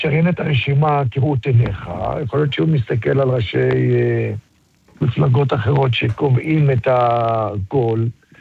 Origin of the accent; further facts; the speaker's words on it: Holon, Tel Aviv District, Israel; אני גדלתי בחולון, גדלתי בשכונת הגיבורים.